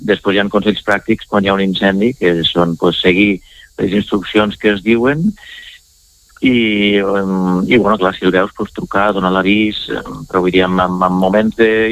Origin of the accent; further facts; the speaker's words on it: Catalonia, Spain; la zona d'on jo soc, que soc el Pallars